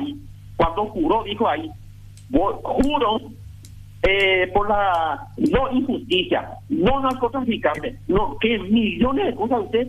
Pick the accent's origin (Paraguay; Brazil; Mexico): Paraguay; Benjamín Aceval, Presidente Hayes; Mi familia, nosotros somos de Benjamín Acevedo